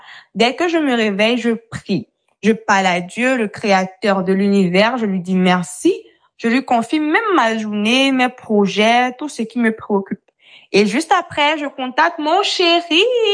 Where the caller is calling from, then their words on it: Abidjan, Côte d’Ivoire; je suis conseillère en images et en communication et je vous parle depuis Abidjan en Côte d'Ivoire.